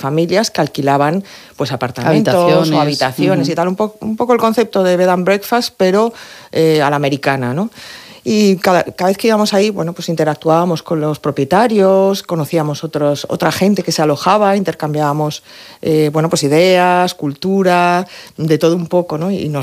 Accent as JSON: {"language": "Spanish", "town": "Madrid", "region": "Community of Madrid", "country": "Spain", "tie": "born or raised there", "also_born_or_lived": "New York", "moved": "as an adult", "said": "los dos somos de Madrid, criados en Madrid, educados en Madrid, pero los dos con raíces murcianas y con sangre murciana. Uh-huh. Los dos, cuando terminamos nuestras respectivas carreras, nos fuimos a vivir a Nueva York"}